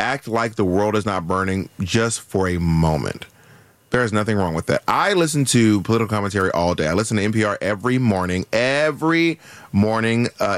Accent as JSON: {"language": "English", "town": "Atlanta", "region": "Georgia", "country": "United States", "tie": "born or raised there", "also_born_or_lived": "New York City / Minneapolis", "moved": "as an adult", "lives_now": "Los Angeles, United States", "said": "I'm from Georgia."}